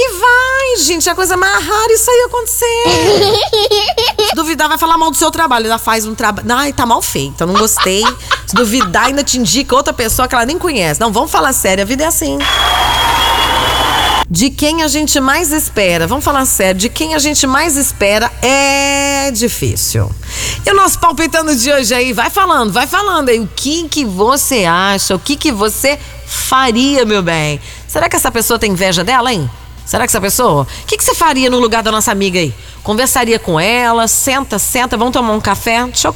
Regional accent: Brazil; Eu assumo que eu sou Brasil. Que eu sou brasileiro e eu gosto de falar brasileiro.

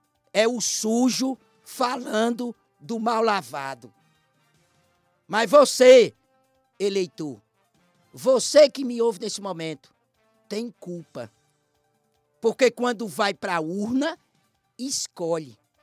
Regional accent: Olhos d'Água, Brazil; teve 21 votos nos olhos d'água, minha terra querida

